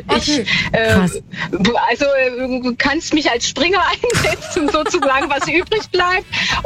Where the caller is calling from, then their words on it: Darmstadt, Hesse, Germany; Und ich komme aber aus Darmstadt. Und deswegen habe ich gesagt, Mensch, Frankfurt ist vor der Haustür.